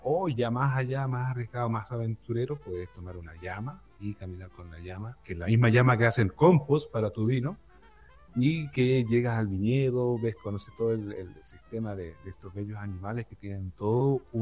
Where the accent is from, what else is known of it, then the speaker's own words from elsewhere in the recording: Chile; nosotros como chilenos podamos visitar y tomar un vino de nuestro mismo desierto.